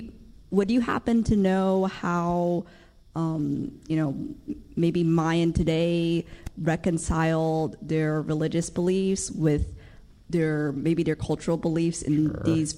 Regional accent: Nashville, Tennessee, United States; I'm from Nashville.

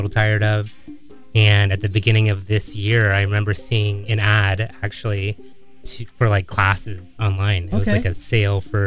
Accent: Philippines; And a Tagalog class because I'm Filipino.

